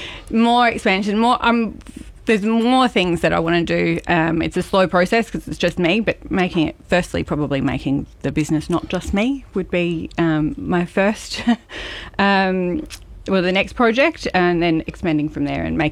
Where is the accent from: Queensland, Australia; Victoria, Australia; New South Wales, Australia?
Queensland, Australia; moved away as an adult; now in Northern Tasmania, Australia; I am originally from Queensland, actually. I've made my way down